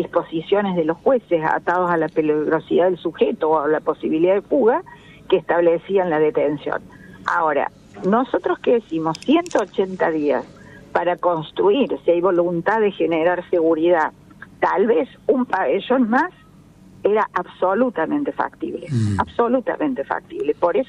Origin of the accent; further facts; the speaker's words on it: Córdoba, Argentina; yo por ejemplo soy cordobesa